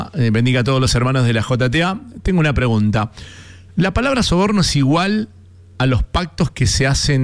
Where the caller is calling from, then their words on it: Comodoro Rivadavia, Chubut, Argentina; Buenas tardes … de Chubut, Comodoro Rivadavia.